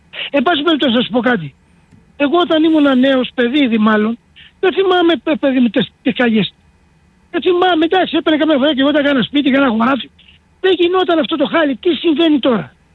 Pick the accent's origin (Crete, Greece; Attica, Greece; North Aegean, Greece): North Aegean, Greece; Chios; ο τόπος μου, επανέρχομαι, γιατί εντάξει, είμαι και βουλευτής τόπου, της Χίου.